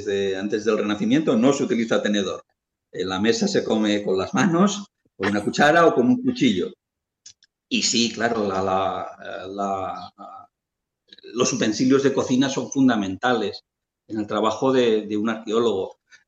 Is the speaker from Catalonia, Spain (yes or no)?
yes; Lleida, Catalonia, Spain; en una excavación cerca de Lleida, que es de donde yo soy.